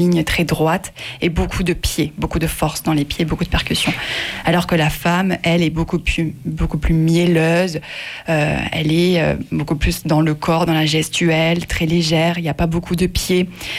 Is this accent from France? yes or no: yes; Occitanie, France; moi, je viens du Larzac, je suis avéronaise, j'ai aucune origine espagnole ni gitane